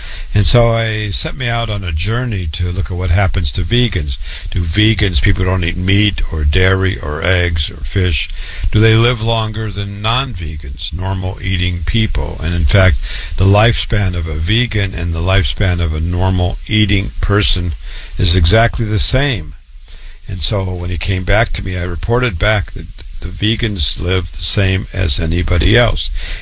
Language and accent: English; Waterloo, Iowa, United States; born or raised there